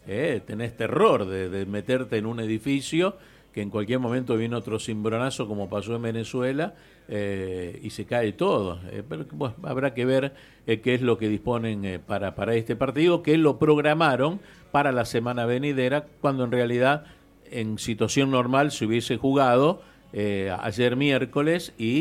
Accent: Argentina

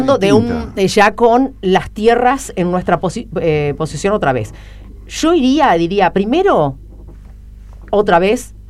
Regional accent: Argentina

